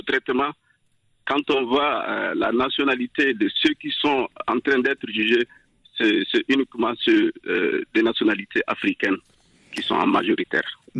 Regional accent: DR Congo; Que Tshisekedi veut s'arroger une dictature en RDC que nous avons vécu au Tade Mobutu. Je suis né au Tade Mobutu.

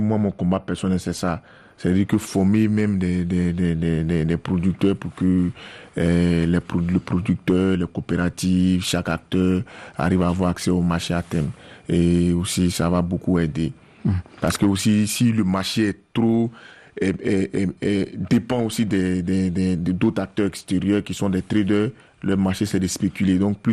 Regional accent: Côte d’Ivoire; Bon, peut-être que vous allez dire parce que je suis ivoirien.

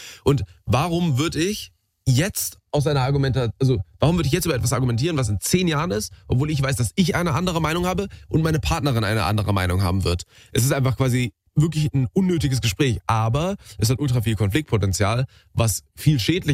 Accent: Karlsruhe, Baden-Württemberg, Germany; weil wir kommen ja beide aus Karlsruhe.

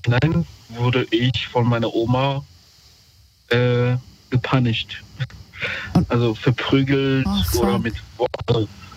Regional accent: Romania; Also ich komme aus Rumänien ursprünglich.

